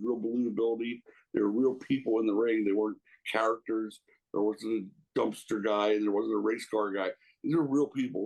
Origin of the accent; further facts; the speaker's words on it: Philadelphia, Pennsylvania, United States; I'm from the Philadelphia area, suburb of Philadelphia.